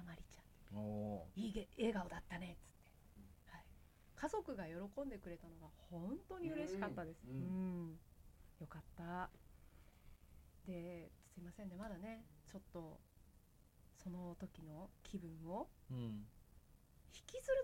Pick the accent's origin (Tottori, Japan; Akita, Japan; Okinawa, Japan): Tottori, Japan; moved away; 鳥取で生まれ育って野球を好きになってよかった。